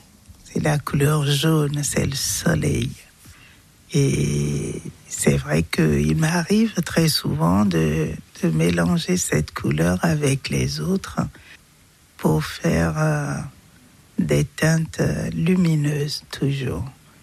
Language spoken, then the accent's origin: French; Cotonou, Littoral, Benin; now in Besançon, France; ça me ramenait les mêmes vibrations que j'avais de mon enfance lorsque j'étais à Cotonou, au bord de l'océan Atlantique.